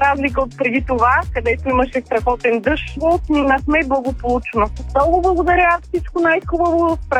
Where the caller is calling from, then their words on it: Haskovo, Haskovo Province, Bulgaria; Ние сме от Хасково.